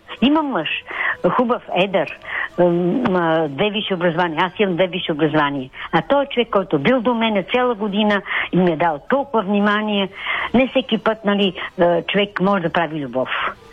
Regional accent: Plovdiv, Plovdiv Province, Bulgaria

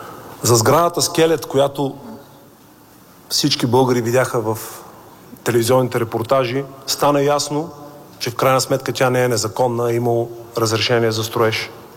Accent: Rhodope Mountains, Bulgaria; като родопчанин

